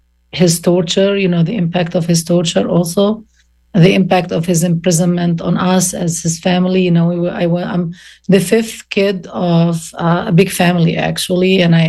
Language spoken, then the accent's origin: English; Hebron, West Bank, Palestine; Well, I am Palestinian myself. You know, I was born and raised in Al Khalil or Hebron. I was born in 1970